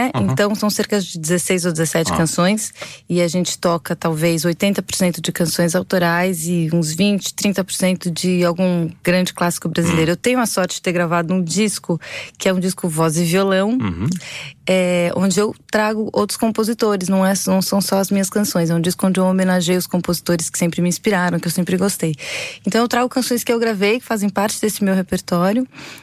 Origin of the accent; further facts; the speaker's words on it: São Paulo, Brazil; Sim, passei a vida inteira em São Paulo, vivendo na capital, aquela cidade maluca.